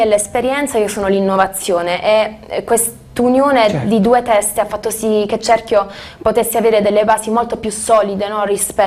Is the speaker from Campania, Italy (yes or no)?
no; Apulia, Italy; Neanche a Taranto città, io amo molto il mio paese, lo vivo molto bene, tutti si lamentano e dicono che qui non c'è niente, non si fa mai niente, bugia